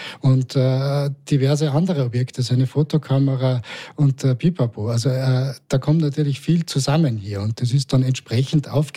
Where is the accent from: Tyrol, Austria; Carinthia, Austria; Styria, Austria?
Carinthia, Austria; moved away as an adult; now in Salzburg, Austria; Ich komme ursprünglich aus Kärnten, mich hat es dann studientechnisch hierher verschlagen nach Salzburg, 2004 schon, habe da Geschichte studiert und Kommunikationswissenschaft